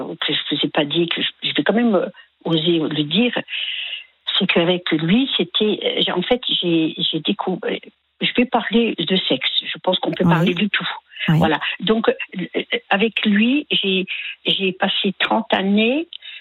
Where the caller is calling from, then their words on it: Chaumont, Grand Est, France; dans ma ville, à Chaumont. Voilà, je suis à Chaumont, dans la Haute-Marne, 52.